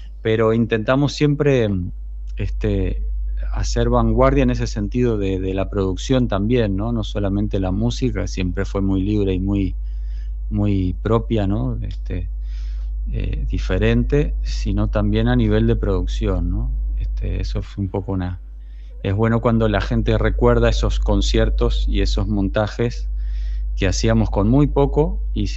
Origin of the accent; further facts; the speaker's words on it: Maldonado, Uruguay; moved away as an adult; now in Spain; me sigo presentando como músico uruguayo